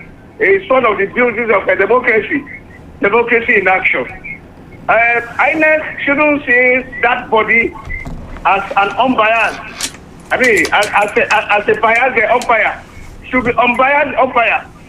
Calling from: Owo, Ondo, Nigeria; from Owo.

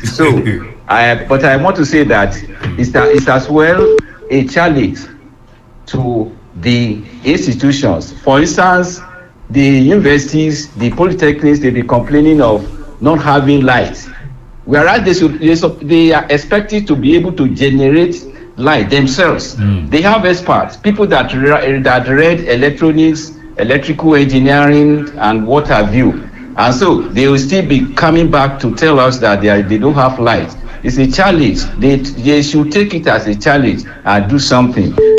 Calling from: Nigeria; I'm calling from Iwaroka.

